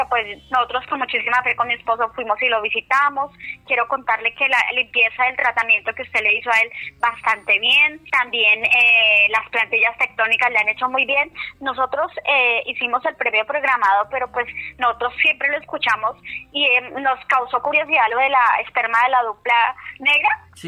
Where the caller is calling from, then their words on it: Puerto Nare, Antioquia, Colombia; Yo estoy llamando aquí de Puerto Nare, Antioquia.